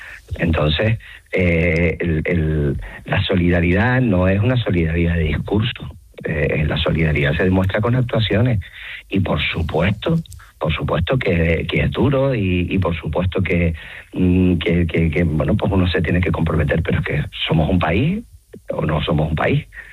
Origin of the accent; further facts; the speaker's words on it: Canary Islands, Spain; yo no soy ceutí, soy canario